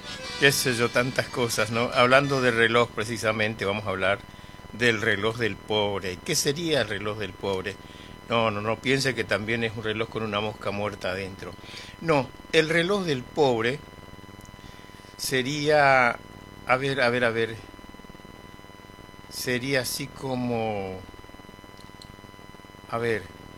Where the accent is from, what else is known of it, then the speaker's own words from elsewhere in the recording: Buenos Aires, Argentina; also born or lived in Chaco; a pesar de que yo me crié en la ciudad, en Buenos Aires, pero mis raíces son del litoral, ¿no?, y tengo mi corazón partido, le dije, ¿no? Claro, mis padres correntinos y yo soy chaqueño